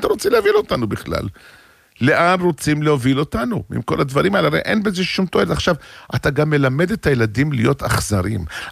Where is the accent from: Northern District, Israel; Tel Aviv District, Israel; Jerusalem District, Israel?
Jerusalem District, Israel; Jerusalem; אנחנו ירושלמים